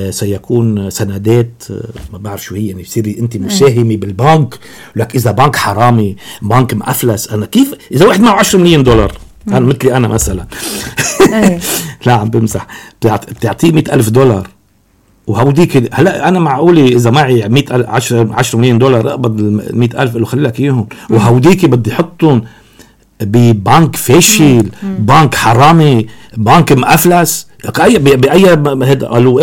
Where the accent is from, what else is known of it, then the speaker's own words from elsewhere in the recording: Rahbeh, Akkar, Lebanon; انا من رحبي، جنسية رحبوية عكارية الشمالية. لا بس جنسية واحدة.